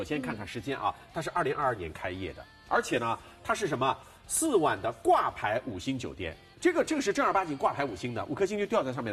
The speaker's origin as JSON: {"language": "Chinese", "region": "Shanghai", "country": "China", "said": "我作为上海人"}